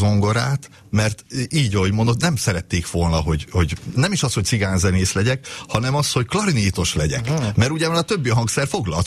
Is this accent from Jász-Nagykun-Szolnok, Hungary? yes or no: no; Miskolc, Borsod-Abaúj-Zemplén, Hungary; én miskolci születésű vagyok, ott is nőttem föl, mi öten vagyunk fiú testvérek, mind az öten zenészek vagyunk.